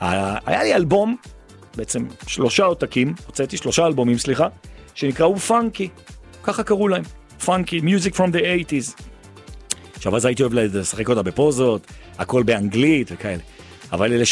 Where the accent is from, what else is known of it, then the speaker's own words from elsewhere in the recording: Jerusalem, Jerusalem District, Israel; אני ירושלמי